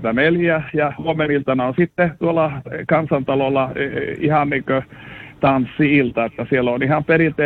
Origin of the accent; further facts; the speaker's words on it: Fagersta, Västmanland, Sweden; born there; mähän asun täällä ja olen syntynyt täällä Fagerstassa, Ruotsissa.